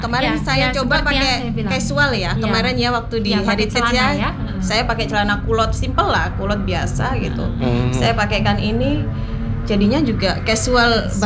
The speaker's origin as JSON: {"language": "Indonesian", "town": "Surabaya", "region": "East Java", "country": "Indonesia", "tie": "born there", "said": "saya lahir di Surabaya, cuman keluarga Makassar"}